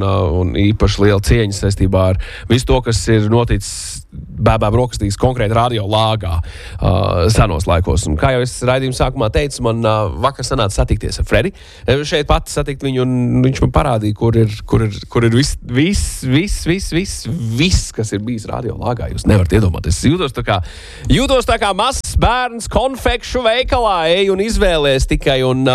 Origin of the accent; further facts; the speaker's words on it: Koknese, Vidzeme, Latvia; Es esmu no Kokneses.